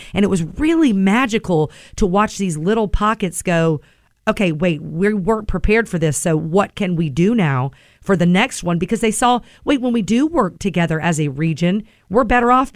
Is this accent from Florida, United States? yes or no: yes; Florida, United States; now in Waynesville, United States; because I'm from Florida. And so and live in Waynesville.